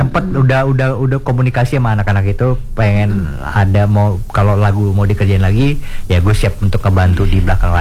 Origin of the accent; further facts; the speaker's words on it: Jakarta, Indonesia; Asli dari Jakarta, Indonesia.